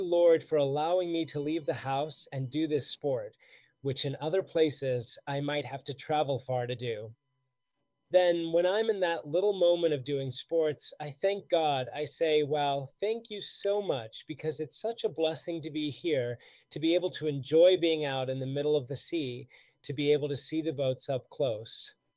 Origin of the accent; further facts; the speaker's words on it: Spain; now in Madrid, Spain; I'm a priest of Opus Dei. I'm from Spain. I live in Madrid.